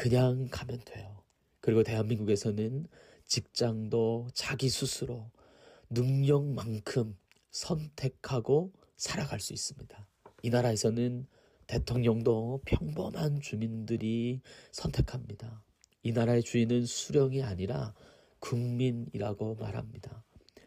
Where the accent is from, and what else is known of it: North Korea; now in South Korea